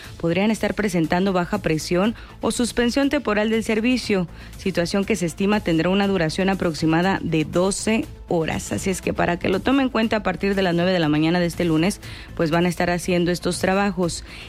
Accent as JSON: {"language": "Spanish", "country": "Mexico"}